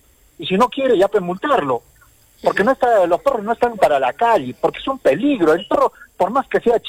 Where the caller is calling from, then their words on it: Arequipa, Peru; Soy vecino de Mariano Melgar.